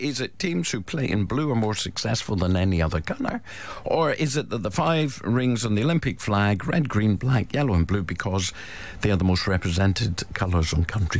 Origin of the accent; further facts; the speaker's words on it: Scotland, United Kingdom; I have a confession to make as a Scot.